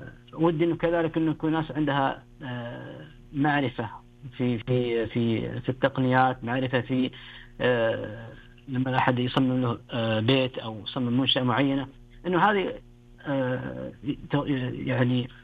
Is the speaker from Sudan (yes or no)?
no; Saudi Arabia; هي مش تقنيات المياه الموجودة عندنا في السعودية.